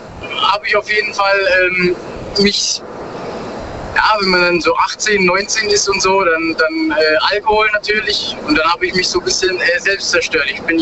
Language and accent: German; Baden-Württemberg, Germany; ich komme aus der Nähe von Pforzheim, Karlsruhe, da die Gegend